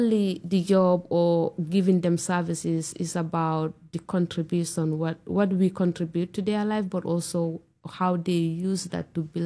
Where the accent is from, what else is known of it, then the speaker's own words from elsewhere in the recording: Gambia; moved away; I'm from the Gambia.